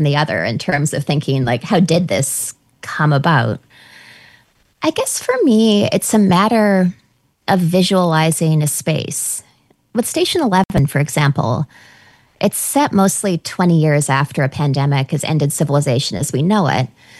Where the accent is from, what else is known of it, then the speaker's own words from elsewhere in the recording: New York, United States; as a New Yorker, every time I spend time there, I live there part-time now